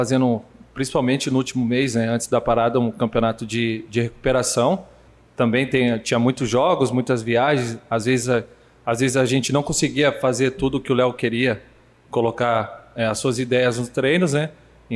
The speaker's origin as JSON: {"language": "Portuguese", "region": "São Paulo", "country": "Brazil", "said": "fiquei lá na minha cidade, interior de São Paulo"}